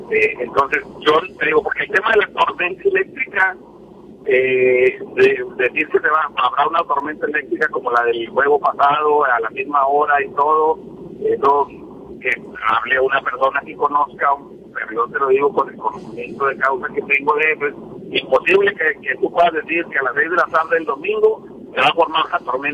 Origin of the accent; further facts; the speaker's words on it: Mexico; yo soy mexicano